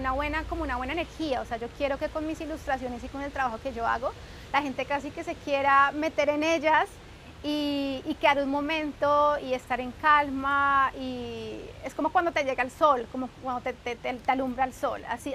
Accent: Colombia; moved away as an adult; now in Hamburg, Germany; si bien soy colombiana y soy latina, pero estudié acá

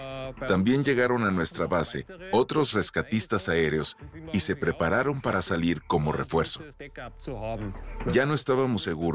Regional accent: Ramsau, Bavaria, Germany; Soy de Ramsau y tengo la suerte de trabajar aquí mismo.

